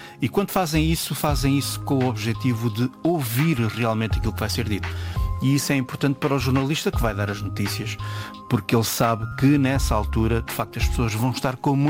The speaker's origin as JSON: {"language": "Portuguese", "town": "Pinhal Novo", "region": "Setúbal", "country": "Portugal", "tie": "born or raised there", "said": "E então era muito miúdo e fui à rádio da minha terra, do Pinhal Novo."}